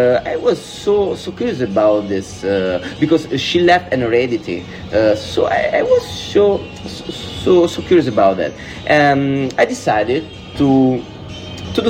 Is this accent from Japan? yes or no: no; Salerno, Campania, Italy; English is a second language; I'm from Salerno.